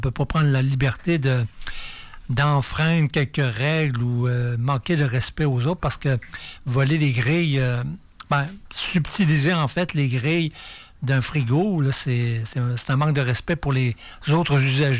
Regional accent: Quebec City, Quebec, Canada; Un concept qui a été imaginé en Allemagne, qui a été importé chez nous, à Québec.

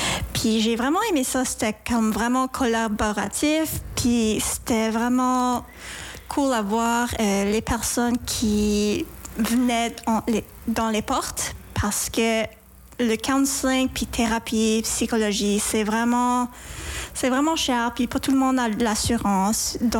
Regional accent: Saint John, New Brunswick, Canada; Je viens de Saint-Jean.

